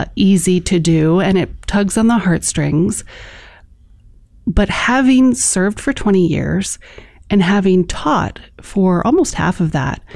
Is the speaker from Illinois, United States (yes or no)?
yes; Chicago, Illinois, United States; I grew up in Chicago, mm-hmm. and I went to a boarding school. I went to the Illinois Math and Science Academy